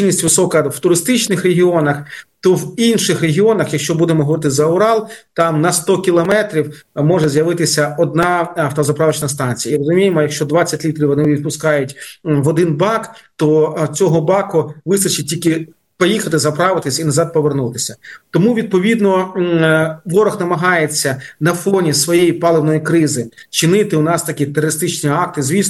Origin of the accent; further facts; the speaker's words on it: Kharkiv Oblast, Ukraine; also born or lived in Kupiansk; в місті Харкові, в моєму рідному Харкові.